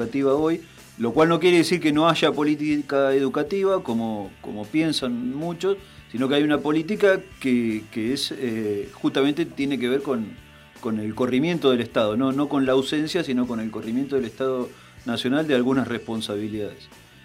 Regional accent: Bahía Blanca, Buenos Aires Province, Argentina; moved away as an adult; now in Cipolletti, Argentina; En Bahía Blanca. Y originariamente soy de Bahía Blanca.

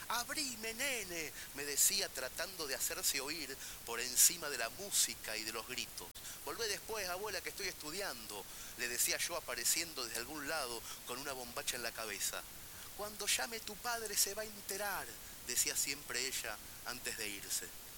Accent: Mercedes, Buenos Aires Province, Argentina; En mi pueblo natal, en Mercedes, solamente nos quedábamos los peores, los que no estudiábamos nunca en invierno y teníamos que rendir una docena de materias.

